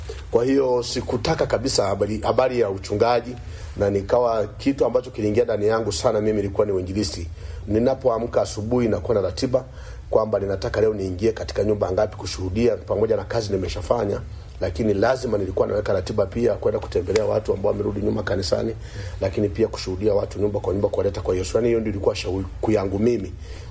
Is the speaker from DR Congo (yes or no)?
no; Tarime, Mara, Tanzania; born there; also born or lived in Serengeti / Nyasura; Nimezaliwa Serengeti miaka hii kadhaa iliyopita, na baada ya pale naishi sehemu inaitwa Mtomara, sehemu inaitwa Nyasura, kijiji cha Nyasura. Miaka ya 85 tukahama pale, tukahamia Tarime mjini, na tukao tumewekeza makazi pale Tarime mjini.